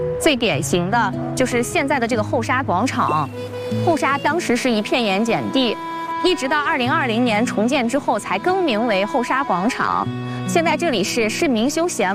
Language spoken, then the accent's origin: Chinese; Yantai, Shandong, China